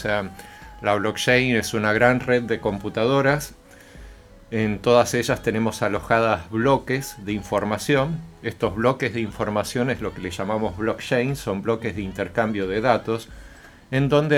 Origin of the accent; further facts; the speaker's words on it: Argentina; now in Osorno, Chile; Y actualmente me encuentro acá en Chile, yo soy chileno y argentino, mi madre era chilena, falleció hace poquito.